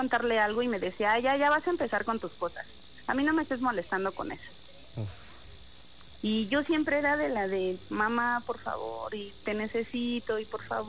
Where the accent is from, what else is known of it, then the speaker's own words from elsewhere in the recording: Venustiano Carranza, Mexico City, Mexico; Tengo 32 y soy de la alcaldía Venustiano Carranza.